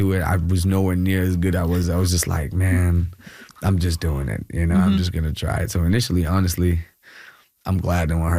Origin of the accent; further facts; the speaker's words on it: Kerala, India; now in Bangalore, India; so I'm from Kerala, but yeah. I actually moved to Bangalore.